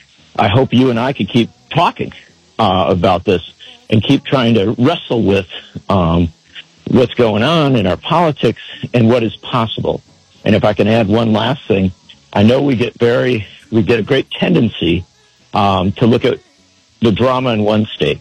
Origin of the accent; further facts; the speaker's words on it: Wisconsin, United States; did so well in Michigan and Wisconsin, my home state, and so many other places.